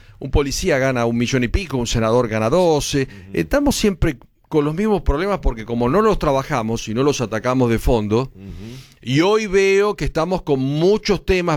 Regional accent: Argentina; me duele porque somos argentinos y tenemos un sentimiento muy fuerte por Malvinas

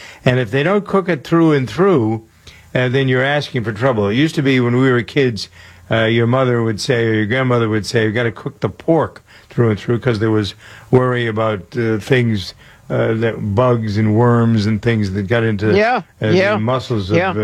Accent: Framingham, Massachusetts, United States; born or raised there

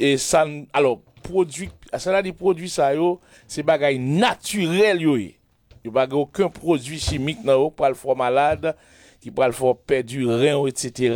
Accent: Haiti; Moi-même, je suis humain, je suis un haïtien, je suis un père de famille, je suis un grand-père.

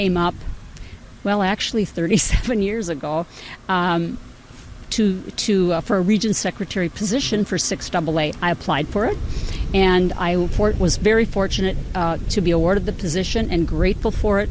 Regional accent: New Ulm, Minnesota, United States; I grew up in New Ulm, great town to grow up on, and from early on, I was involved in athletics.

